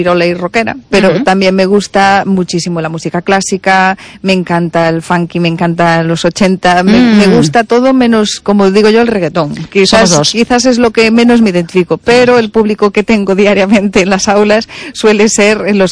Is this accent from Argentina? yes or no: no; Vilalba, Galicia, Spain; yo soy de Vilalba, Lugo